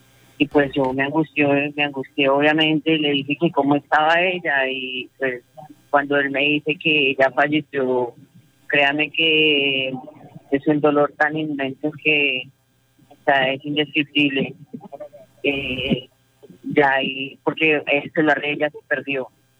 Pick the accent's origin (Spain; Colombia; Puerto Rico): Colombia; Bogotá; Yo soy de Bogotá, nosotros realmente vivimos en Bogotá.